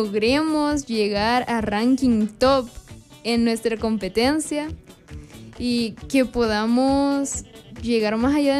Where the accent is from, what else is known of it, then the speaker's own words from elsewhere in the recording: San Salvador, El Salvador; Yo soy de Altavista.